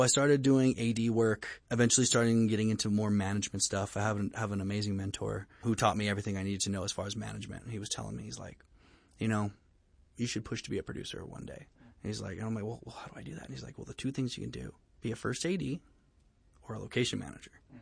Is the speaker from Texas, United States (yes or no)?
yes; El Paso, Texas, United States; also born or lived in Los Angeles; Here in El Paso. I was raised primarily in El Paso and on and off in L.A. because my dad lived there, my mom lived here.